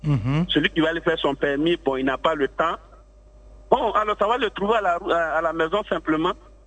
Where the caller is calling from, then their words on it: Abidjan, Côte d’Ivoire; Je vous appelle de Cocody.